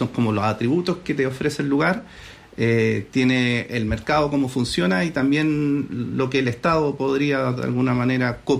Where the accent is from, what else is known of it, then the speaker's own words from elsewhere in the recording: Santiago, Santiago Metropolitan Region, Chile; yo soy santiaguino